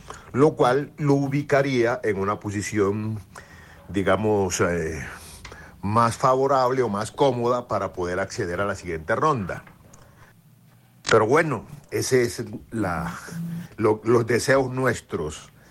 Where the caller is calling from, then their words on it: Colombia; Como todo colombiano